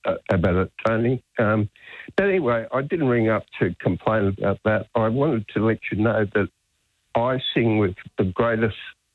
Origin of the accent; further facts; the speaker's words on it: Sydney, New South Wales, Australia; I'm from Sydney.